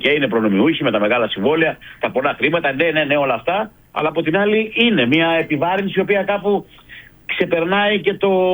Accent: Greece; εμείς σαν Έλληνες μπορούμε να μείνουμε σε φάση-φάση σε όλα τα παιχνίδια

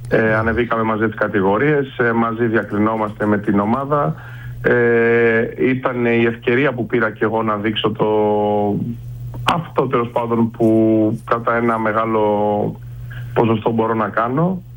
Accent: Kalamata, Peloponnese, Greece; also born or lived in Mani; Γεννήθηκα στην Καλαμάτα.

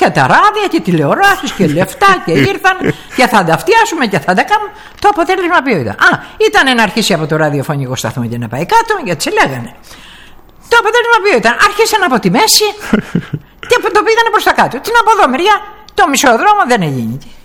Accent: Zakynthos, Ionian Islands, Greece

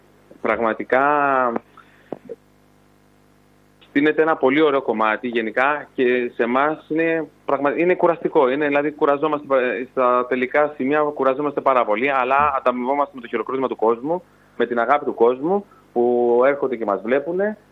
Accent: Kyllini, Western Greece, Greece; now in Lechaina, Greece; γιατί εγώ δεν είμαι από εδώ, δεν είμαι από τα Λεχενά, επαγγελματίας είμαι στα Λεχενά, η καταγωγή μου από την Κυλλήνη, είμαι γέννημα θρέμα Κυλλινέως

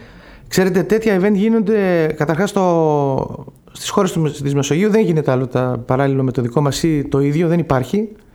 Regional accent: Corfu, Ionian Islands, Greece; είμαι Κερκυραίος, λατρεύω την πατρίδα μου πιο πολύ από οτιδήποτε.

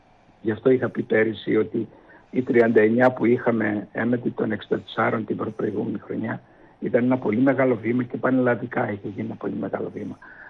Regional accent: Keramoti, Eastern Macedonia and Thrace, Greece; Μπορεί να σηκωθεί από το Ηράκλειο να πάει στο χωριό μου στην Κεραμωτή.

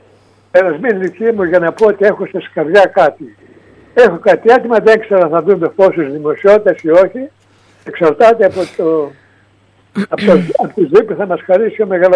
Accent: Serres, Central Macedonia, Greece; Τα Σέρας είναι η πατρίδα μου, τα Σέρας είναι η πόλη μου

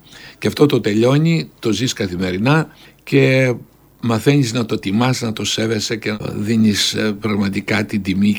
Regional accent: Polichnitos, North Aegean, Greece; Γεννήθηκα λοιπόν στο Πολυχνίτο της Λέσβου. Έκανα εκεί τα μαθητικά μου χρόνια, τα γυμνασιακά.

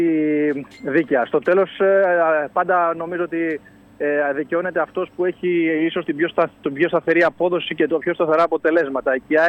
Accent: Greece

